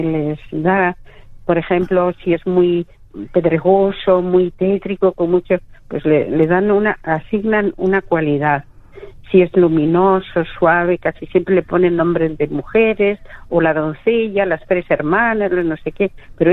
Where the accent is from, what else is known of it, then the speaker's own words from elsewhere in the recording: Toledo, Castilla-La Mancha, Spain; cuando le digo que soy de Toledo